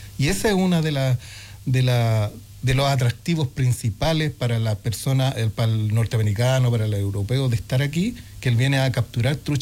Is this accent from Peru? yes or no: no; Villarrica, Araucanía, Chile; moved away; yo soy nacido en Villarrica.